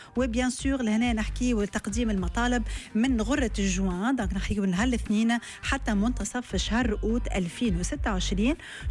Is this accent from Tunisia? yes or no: yes; Tunisia; في لي بارك ناسيونو اللي عندنا في تونس